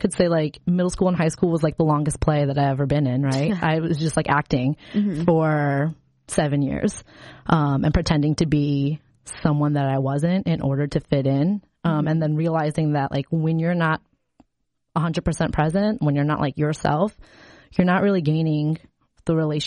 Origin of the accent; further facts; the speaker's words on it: Chicago, Illinois, United States; also born or lived in Indiana; Like I grew up in Chicago and we had moved to a very rural town in Indiana.